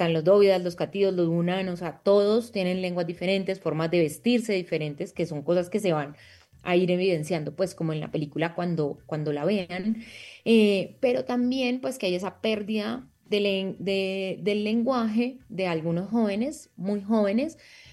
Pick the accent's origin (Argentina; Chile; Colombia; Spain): Colombia; Cali, Valle del Cauca; moved away as an adult; now in Bogotá, Colombia; Yo también soy migrante, pues soy de Cali, pero vivo en Bogotá hace 16 años.